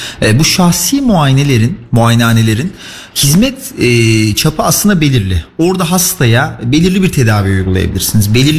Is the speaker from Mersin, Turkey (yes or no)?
yes; Mersin, Turkey; moved away as an adult; also born or lived in Istanbul / Northern Cyprus; now in Kayseri, Turkey; 99 yılında Mersin'de doğdum. İlk orta ve lise öğrenimi orada tamamladım.